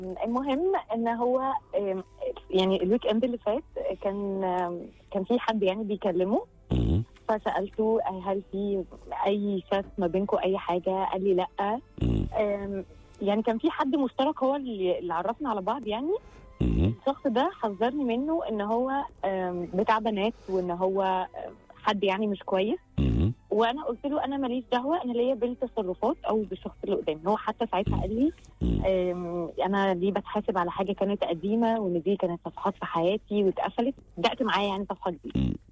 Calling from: Cairo, Cairo Governorate, Egypt; وانا من القاهره.

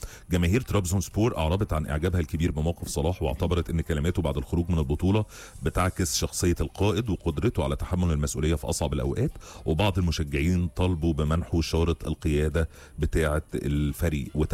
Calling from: Cairo, Cairo Governorate, Egypt; طيب مساء الخير، … من القاهره، انا لسه راجع امبارح من المصيف وبحبكم جدا

